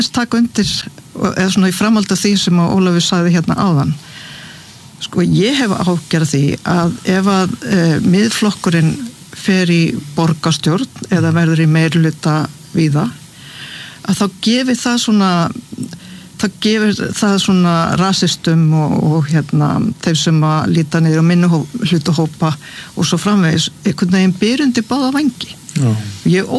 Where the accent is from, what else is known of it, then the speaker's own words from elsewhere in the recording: Suðurnesjabær, Southern Peninsula, Iceland; að samfylkingin vann sigur í Suðurnesjabæ, mínum heimabæ 34%